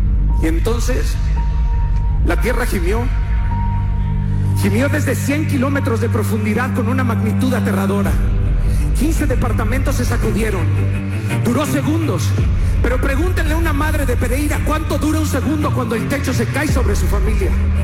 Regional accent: Mexico; Como mexicano, estar esta tarde para enviar este mensaje

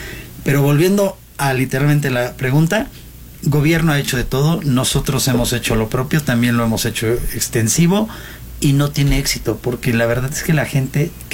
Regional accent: Mexico; como buenos mexicanos, dejamos todo al final

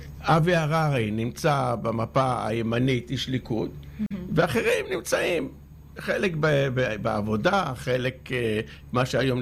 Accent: Netanya, Central District, Israel; born there; נולדתי פה, וזה עיר יפהפייה.

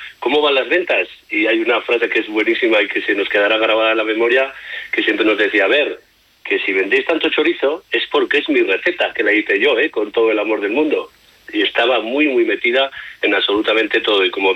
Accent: Albelda, Spain; porque soy de Albelda y he estado mucho con ella

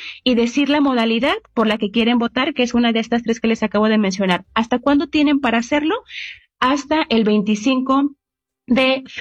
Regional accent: Jalisco, Mexico

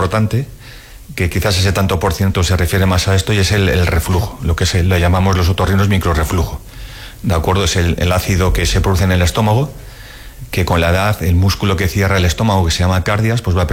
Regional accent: Alicante, Valencian Community, Spain; moved away; Yo soy de Alicante, trabajo allí muchos años

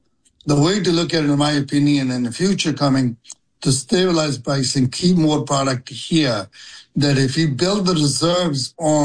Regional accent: India; moved away as an adult; now in United States; I'm coming from India 43 years ago, with no idea what I was going to do here

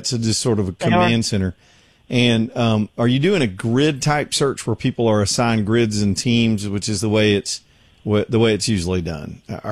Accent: United States; Every little town in America, we had folks like this in my hometown growing up.

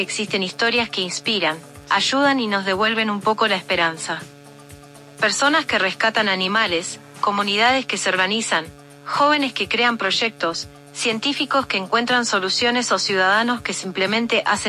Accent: Argentina; now in Mexico; la argentina más mexicana.

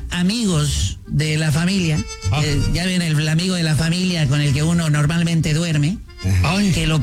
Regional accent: Argentina; Yo soy mitad argentino y mitad italiano. Pero yo soy orgulloso de mis raíces más argentinas porque mi padre era de Argentina

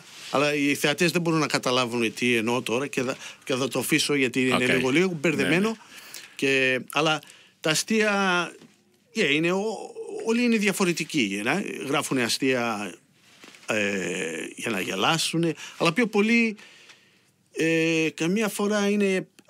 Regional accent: Melbourne, Victoria, Australia

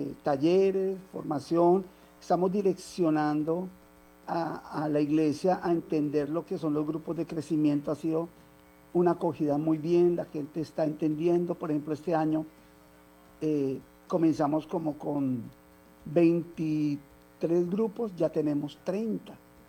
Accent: Bogotá, Colombia; moved away; yo soy rolo, a mí me gusta estar activo. O sea, uno de Bogotá

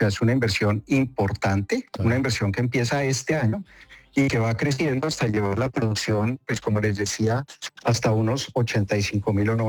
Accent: Colombia; que tanta falta nos está haciendo ahora como colombianos.

